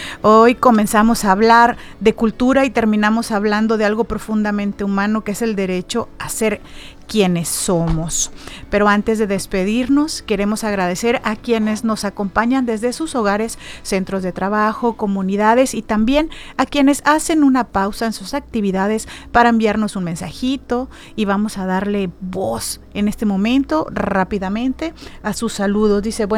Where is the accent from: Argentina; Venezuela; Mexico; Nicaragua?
Mexico; Yucatán; sobre todo como yucatecos, como personas orgullosos de nuestra identidad.